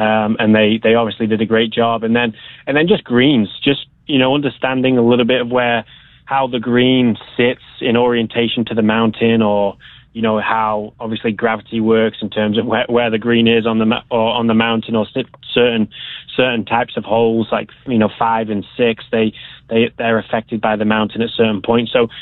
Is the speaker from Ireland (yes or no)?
no; England, United Kingdom; moved away as an adult; now in United States; I came over here when I was 19, but the golf that I played growing up in England is all links golf.